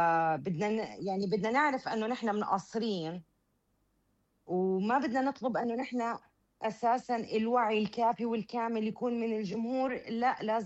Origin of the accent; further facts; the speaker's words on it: Palestine; نحن فلسطينية